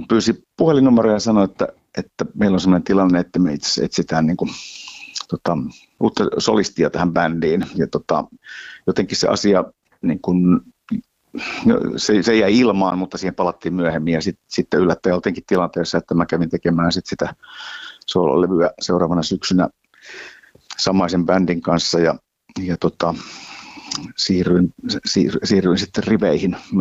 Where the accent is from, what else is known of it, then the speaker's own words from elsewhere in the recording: Oravikoski, North Savo, Finland; moved away; mä tulin niin kuin Oravikosken kaivoskylältä tuommoiseen ammattilaisbändiin